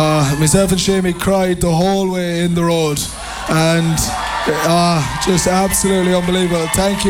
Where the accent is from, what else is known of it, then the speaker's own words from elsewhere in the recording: Belmullet, Connacht, Ireland; how proud I am to be from Belmullet, to be from Mayo.